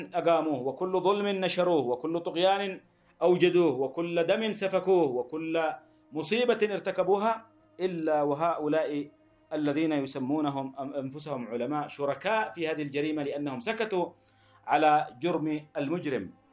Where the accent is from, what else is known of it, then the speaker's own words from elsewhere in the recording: Yemen; نحن اليوم كيمنيين